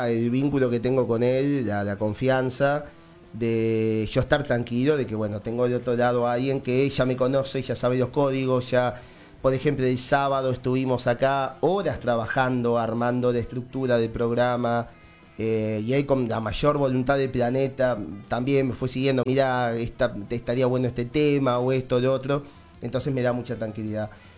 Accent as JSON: {"language": "Spanish", "region": "Montevideo", "country": "Uruguay", "tie": "born or raised there", "said": "yo soy de Montevideo"}